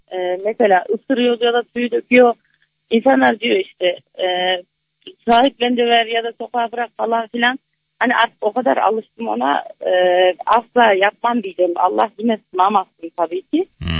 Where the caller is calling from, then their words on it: Konya, Turkey; Konya'dan.